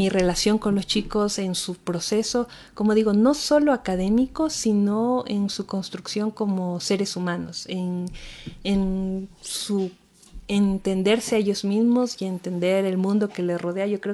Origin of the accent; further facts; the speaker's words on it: Ecuador; pero creo que como docentes ecuatorianos o bueno, cualquier docente en el mundo